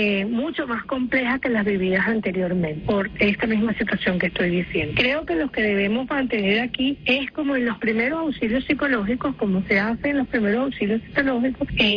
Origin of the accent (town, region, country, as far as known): Venezuela